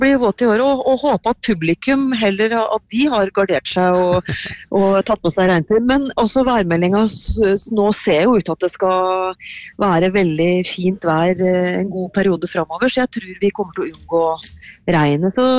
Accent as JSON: {"language": "Norwegian", "region": "Østfold", "country": "Norway"}